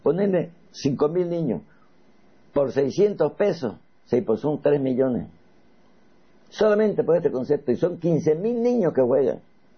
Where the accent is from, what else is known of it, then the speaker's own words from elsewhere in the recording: Bolivia; como somos los bolivianos